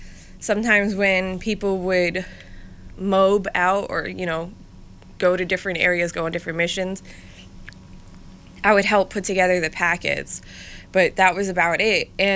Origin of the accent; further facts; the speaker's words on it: North Brunswick, New Jersey, United States; also born or lived in California; I was born in California, but raised in North Brunswick, New Jersey. I usually tell people, since I have the accent and the attitude, that's it.